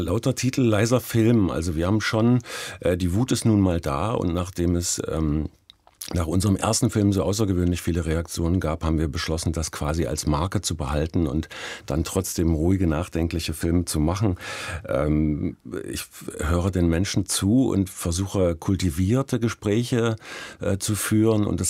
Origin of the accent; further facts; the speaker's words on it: East Germany, Germany; bin hier groß geworden, will diese Geschichte aus ostdeutscher Perspektive erzählen.